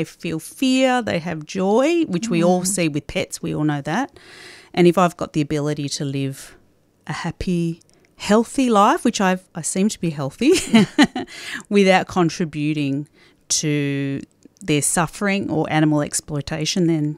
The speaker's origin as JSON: {"language": "English", "town": "Geelong", "region": "Victoria", "country": "Australia", "tie": "born or raised there", "said": "and I had pet chickens when I was growing up in Geelong"}